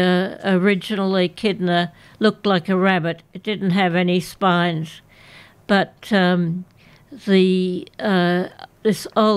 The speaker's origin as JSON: {"language": "English", "town": "Canberra", "region": "Australian Capital Territory", "country": "Australia", "tie": "born or raised there", "said": "I grew up in Griffith in Canberra."}